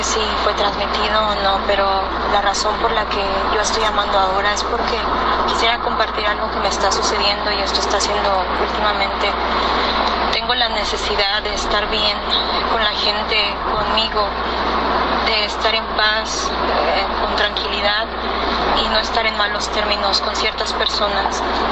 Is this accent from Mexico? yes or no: yes; Mexico City, Mexico; now in Texas, United States; Del estado de Texas, pero soy originaria de la Ciudad de México.